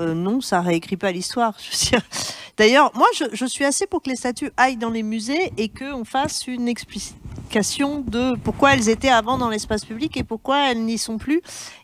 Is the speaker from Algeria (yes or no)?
no; France; Moi, ok, je suis française, mais enfin, je suis femme aussi, je suis prof.